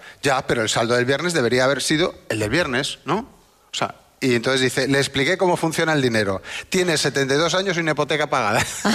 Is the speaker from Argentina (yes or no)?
no; A Coruña, Galicia, Spain; Como soy de Coruña, pues es como muy